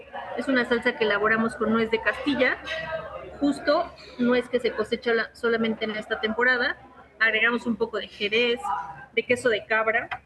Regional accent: Puebla, Mexico; que nos representa como poblanos, que nos representa como mexicanos, que une familias, y pues nada, una de las grandes tradiciones gastronómicas de nuestro estado de Puebla.

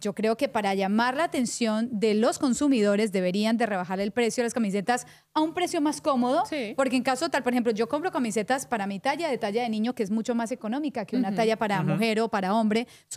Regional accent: Colombia; Soy colombiana.

